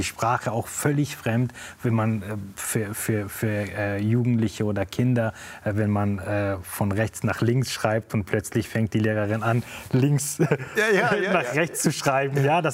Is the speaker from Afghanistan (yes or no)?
yes; Kabul, Afghanistan; In diesem sind wir noch dort in Kabul aufgewachsen und man konnte da noch leben.